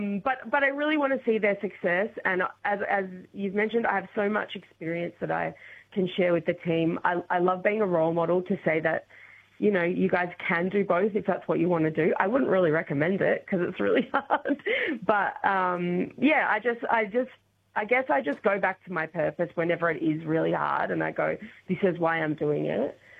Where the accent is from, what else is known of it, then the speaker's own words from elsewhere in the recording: Harcourt, Victoria, Australia; also born or lived in Melbourne; now in Castlemaine, Australia; And I was previously living in Melbourne. We've only been, I grew up in Harcourt, but only been back in Castlemaine for nearly 3 years.